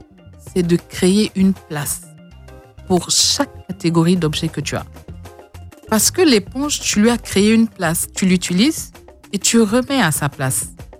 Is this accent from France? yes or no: no; Côte d’Ivoire; Ce n'est pas très encore développé chez nous, mais il y en a qui le font, hein, même en Côte d'Ivoire.